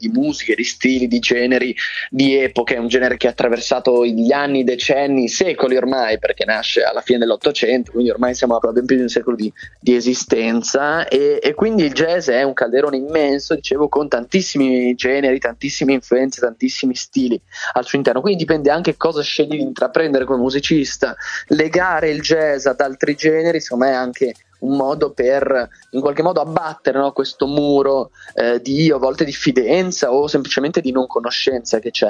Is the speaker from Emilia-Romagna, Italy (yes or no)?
yes; Bologna, Emilia-Romagna, Italy; laureandomi al Conservatorio di Bologna, che è la mia città natale.